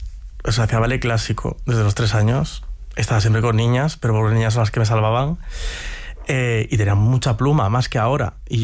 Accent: Ourense, Galicia, Spain; Entonces, a mí me daba miedo Urense. Me daba miedo esa vuelta a mi ciudad natal.

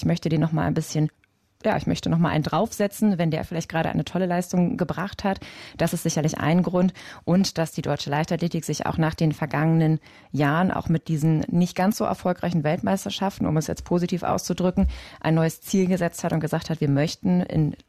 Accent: Germany; wo wir als Deutsche, man muss ja mittlerweile sagen, dann auch kleine Sprintnation

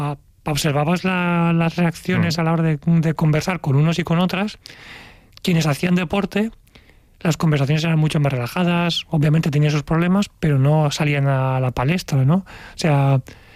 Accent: Valencia, Valencian Community, Spain

